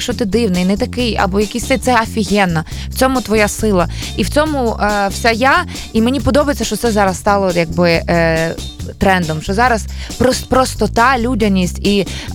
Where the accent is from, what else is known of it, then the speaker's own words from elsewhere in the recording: Chervonohrad, Lviv Oblast, Ukraine; Червоноград, моє рідне місто. Зараз це вже... Шептицький, здається.